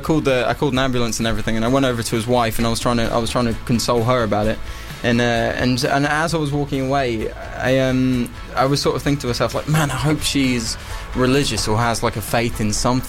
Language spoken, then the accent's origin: English; Richmond, London, United Kingdom; In Richmond, in London.